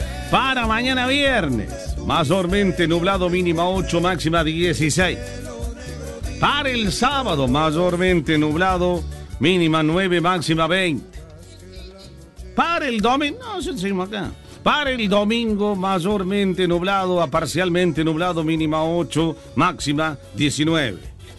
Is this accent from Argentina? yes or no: yes; Junín, Buenos Aires Province, Argentina; Somos de Junín, Buenos Aires.